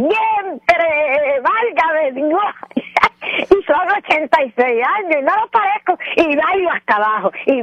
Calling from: Moca, Puerto Rico

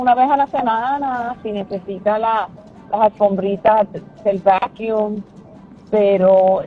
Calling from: Fajardo, Puerto Rico; yo soy de acá de Fajardo.

